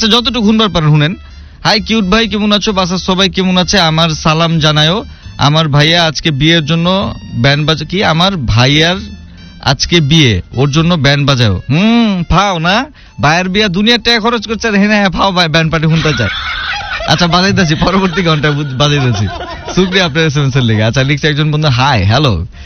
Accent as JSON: {"language": "Bangla", "town": "Dhaka", "region": "Dhaka Division", "country": "Bangladesh", "accent": "Dhakaiya", "said": "যেহেতু আমি ঢাকাইয়া"}